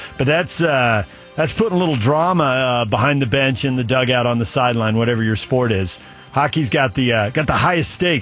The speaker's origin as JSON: {"language": "English", "town": "San Diego", "region": "California", "country": "United States", "tie": "born or raised there", "moved": "yes", "lives_now": "Davis County, Utah, United States", "said": "growing up in San Diego, I did."}